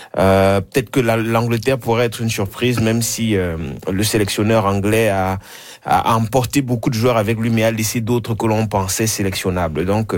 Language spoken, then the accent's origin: French; Cameroon; now in Canada; Écoutez, je suis très triste parce que le Cameroun, qui est mon pays d'origine, ne s'est pas qualifié